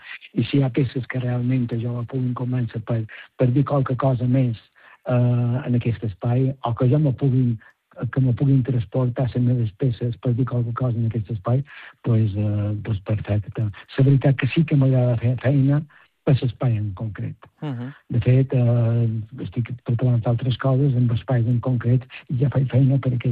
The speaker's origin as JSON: {"language": "Catalan", "town": "Alaró", "region": "Balearic Islands", "country": "Spain", "said": "tinc una exposició aquí a l'Aró, al meu poble"}